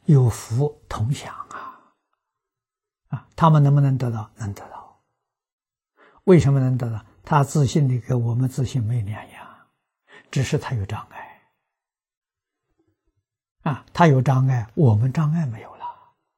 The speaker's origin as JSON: {"language": "Chinese", "country": "China", "said": "我们中国人"}